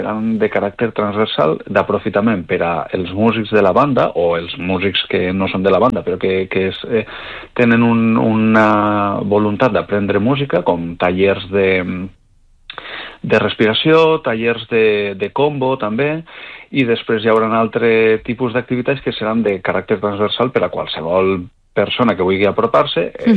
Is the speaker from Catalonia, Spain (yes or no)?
no; Planes, Valencian Community, Spain; I després en l'especialitat d'oboe pues estic jo, que soc de Planes